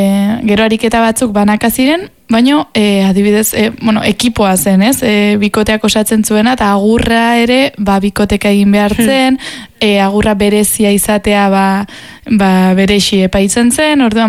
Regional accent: Bera, Navarre, Spain

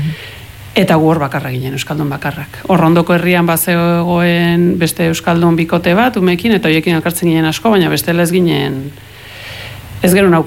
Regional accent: Mexico; moved away; also born or lived in Basque Country; Bai, dena nire haurtzaro guztia. Eta bai, iritsi zen momentu bat, itzuli nintzenean, beti zen denbora gehiago pasan nuena Mexikon, Euskal Herrian baino.

